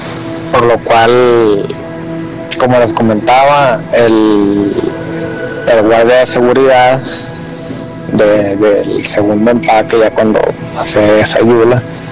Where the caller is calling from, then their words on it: Sinaloa, Mexico; Yo soy de Sinaloa.